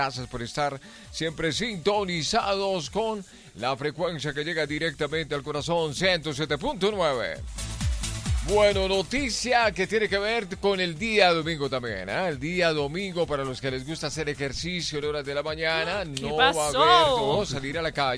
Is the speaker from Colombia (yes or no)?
yes; Colombia